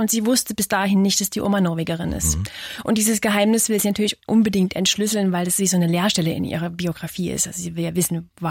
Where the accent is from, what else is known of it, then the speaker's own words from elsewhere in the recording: Dresden, Saxony, Germany; ich bin ja Dresdnerin, habe meine Großeltern viel über den Krieg ausgefragt